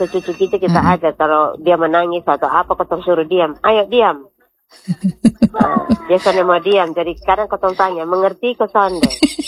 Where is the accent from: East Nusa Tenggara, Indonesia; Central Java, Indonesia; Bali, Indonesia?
East Nusa Tenggara, Indonesia; Rote; moved away